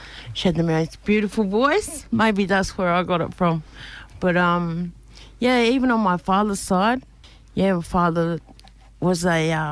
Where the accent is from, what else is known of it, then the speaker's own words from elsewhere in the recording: South Australia, Australia; So I'm Googada Mob. That's West Coast, South Australia. Gawler Rangers. But I grew up here on Kaurna land.